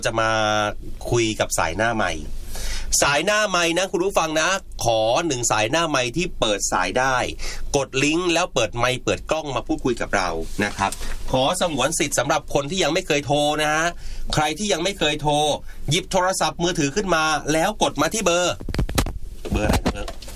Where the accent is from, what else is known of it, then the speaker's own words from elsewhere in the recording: Trat, Thailand; จังหวัดบ้านพี่จังหวัดตราด